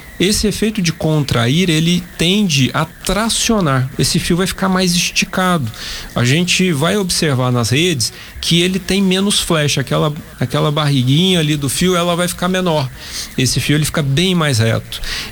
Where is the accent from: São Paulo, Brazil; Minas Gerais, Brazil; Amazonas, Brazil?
Minas Gerais, Brazil; Passos; now in Anápolis, Brazil; Que é Minas Gerais, né? A região natal, de onde vim.